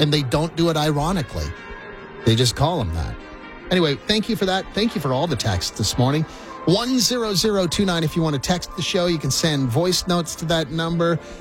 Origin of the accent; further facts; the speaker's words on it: Saskatchewan, Canada; moved away; Hey, look, I'm from Saskatchewan. That's weird. I don't know where that, and I grew up calling them that as well. But the minute I drove over the border from Saskatchewan, I left it all behind me.